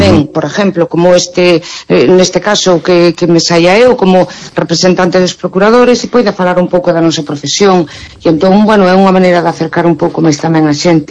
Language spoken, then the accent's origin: Galician; Cartelle, Galicia, Spain; no meu pobo, que eu son de Cartelle.